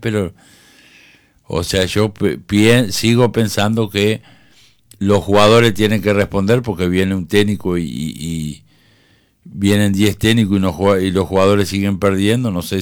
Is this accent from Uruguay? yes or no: yes; Uruguay